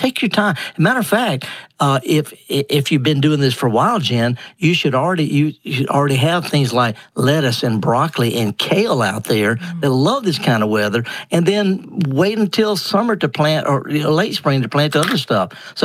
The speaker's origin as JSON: {"language": "English", "region": "Mississippi", "country": "United States", "said": "Well, it could be, you know, whether you're from Michigan, I'm from Mississippi. I garden half the year in England"}